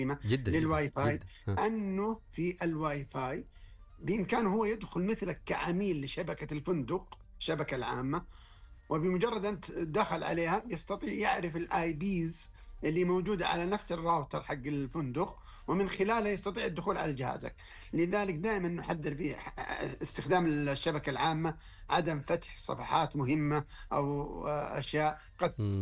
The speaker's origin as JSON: {"language": "Arabic", "country": "Saudi Arabia", "said": "زي وزارة عندنا في السعودية"}